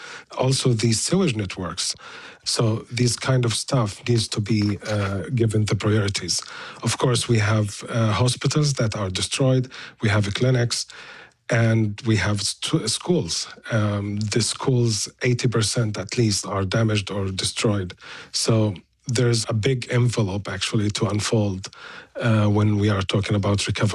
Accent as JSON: {"language": "English", "region": "Gaza Strip", "country": "Palestine", "tie": "born or raised there", "moved": "as an adult", "said": "I built a life there. I was born and raised and bred in the Gaza Strip all my life. I left 3 years ago"}